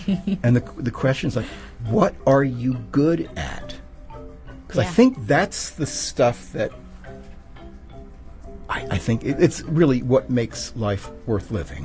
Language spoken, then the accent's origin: English; Hoboken, New Jersey, United States; a lot of 19th century baseball was played in my hometown of Hoboken.